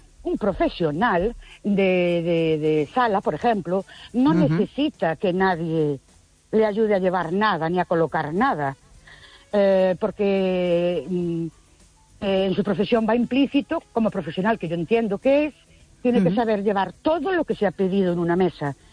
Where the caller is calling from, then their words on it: Ourense, Galicia, Spain; de Ourense.